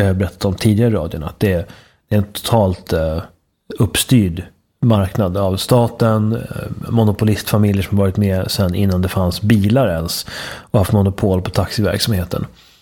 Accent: Sweden; Inte minst som svensk

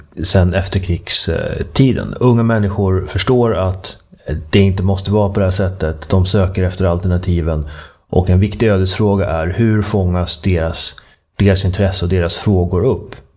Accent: Uppsala, Uppsala County, Sweden; som är född då under 80-talets första år, och jag kan inte minnas att jag ens kom i kontakt med sådana saker under min uppväxt i Uppsala.

